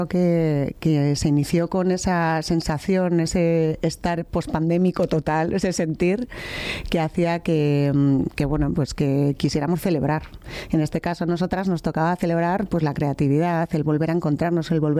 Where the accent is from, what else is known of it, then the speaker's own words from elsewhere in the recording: Bilbao, Basque Country, Spain; Para mí, que soy bilbaína, ha sido un espacio. Yo me acuerdo de aquellos miércoles gratis que íbamos por ahí.